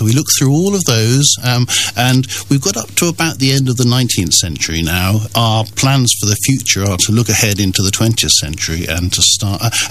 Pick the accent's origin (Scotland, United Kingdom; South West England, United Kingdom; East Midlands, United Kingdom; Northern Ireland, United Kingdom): South West England, United Kingdom; Cheltenham; born there